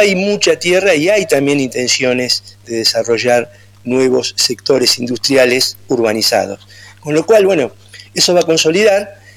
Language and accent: Spanish; Campana, Buenos Aires Province, Argentina; nosotros somos de Campana